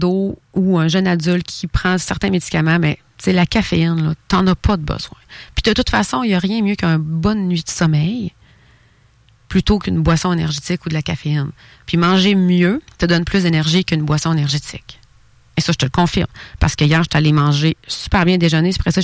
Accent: Quebec, Canada; Bon, vous savez, moi, je suis québécoise.

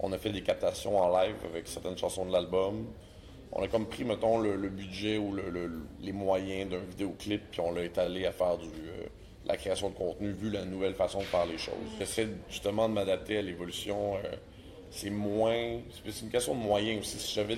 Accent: Quebec, Canada; moi je viens de la Rive-Nord

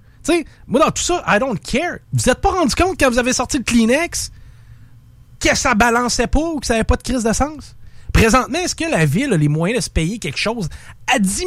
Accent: Val-Bélair, Quebec, Canada; Moi, j'ai grandi à Val-Belleur.

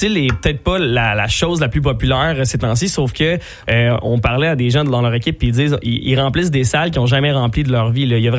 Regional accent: Quebec, Canada; oui, qui chante en anglais, mais on est des francophones. On est des Québécois, français

